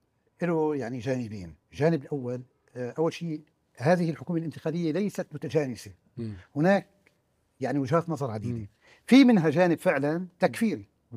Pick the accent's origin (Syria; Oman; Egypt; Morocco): Syria; لأنه نحن وطنيين بالنتيجة، نحن أبناء سوريا، نحن نريد أن تكون هذه الدولة موحدة